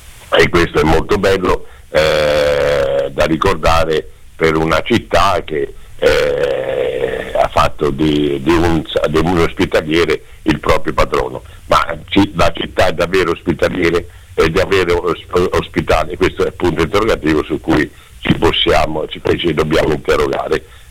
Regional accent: Perugia, Umbria, Italy

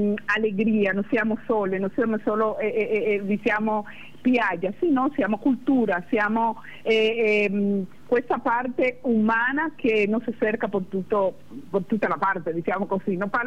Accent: Dominican Republic; Italian is a second language; moved away

